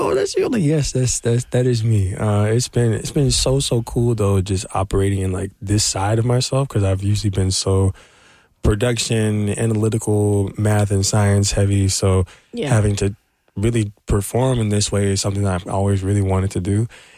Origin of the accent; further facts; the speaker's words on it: Nashville, Tennessee, United States; I'm from Nashville, Tennessee.